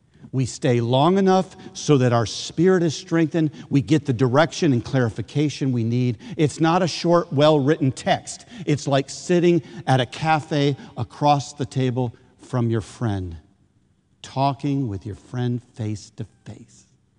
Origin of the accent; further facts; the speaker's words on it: Michigan, United States; And then I'm thinking to myself, I'm from Michigan. I don't remember putting sunscreen on.